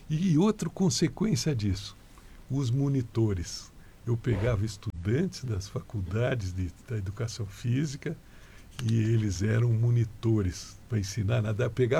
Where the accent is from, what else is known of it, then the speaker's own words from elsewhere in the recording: Urussanga, Santa Catarina, Brazil; É minha terra natal.